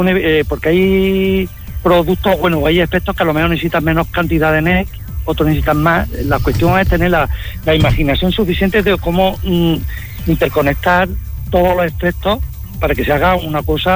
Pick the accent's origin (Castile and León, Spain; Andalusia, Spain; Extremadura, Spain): Andalusia, Spain; Montilla; aunque yo personalmente soy de Montilla, pero todos los operarios son de aquí de la provincia de...